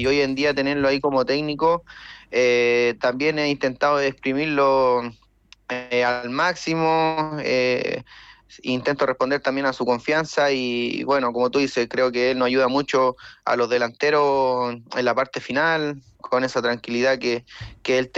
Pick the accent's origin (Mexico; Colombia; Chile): Chile; Quillota, Valparaíso; Sí, soy de Quillota.